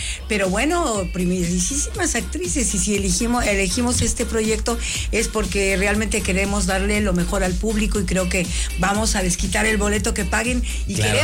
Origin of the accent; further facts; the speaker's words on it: Mexico City, Mexico; yo soy chilanga siempre.